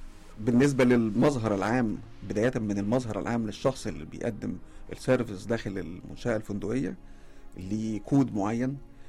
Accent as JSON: {"language": "Arabic", "country": "Egypt", "said": "احنا كشعب مصري متميزين بالترحاب للضيوف"}